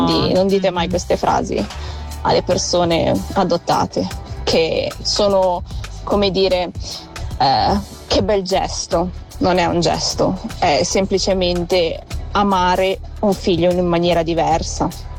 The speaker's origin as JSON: {"language": "Italian", "country": "Colombia", "moved": "yes", "lives_now": "Switzerland", "said": "Io sono adottata, vengo dalla Colombia, a parlo anche dialetto, perché grande."}